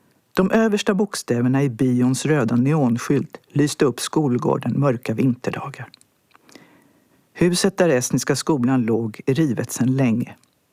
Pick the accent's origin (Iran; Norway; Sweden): Sweden; Stockholm, Stockholm County; now in Åland, Finland; Då flyttade familjen till Stockholms innerstad som har varit min hemort sedan dess.